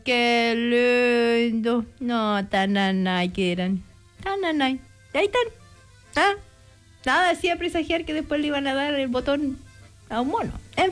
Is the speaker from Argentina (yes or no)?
no; Chile